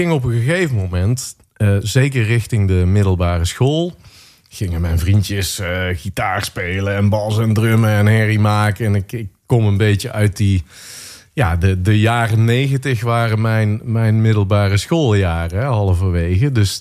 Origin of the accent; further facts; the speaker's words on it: North Brabant, Netherlands; ik kom uit Brabant en daar draait iedereen ook wel